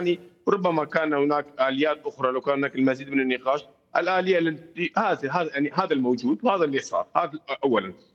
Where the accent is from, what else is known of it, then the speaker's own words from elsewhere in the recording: Syria; كمواطن سوري، هموم هذه المحافظة من تنمية وتعليم ومساواة